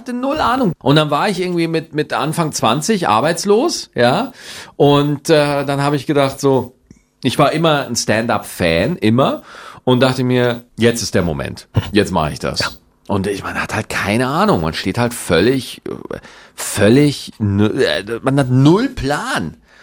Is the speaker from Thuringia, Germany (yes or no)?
no; Schwarzach, Bavaria, Germany; Also ich bin in Schwarzach zur Schule gegangen, also es ist wirklich ein bayerisches.